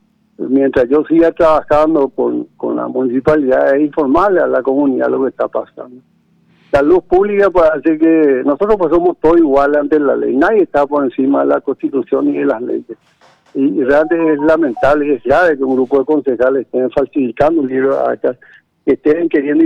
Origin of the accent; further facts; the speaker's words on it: Asunción, Paraguay; born there; yo nací en Asunción, puedo haber nacido en Caguazú, en Ciudad del Este, en donde sea, pero soy paraguayo